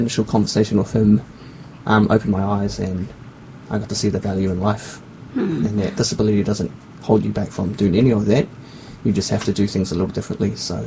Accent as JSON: {"language": "English", "country": "New Zealand", "said": "I'm a Paralympian from New Zealand"}